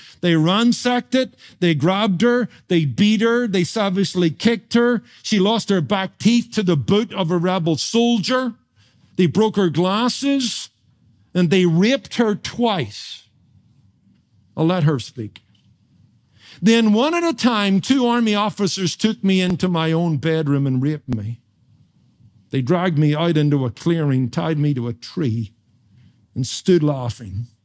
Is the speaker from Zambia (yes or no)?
no; Northern Ireland, United Kingdom; spent her latter years in my home country of Northern Ireland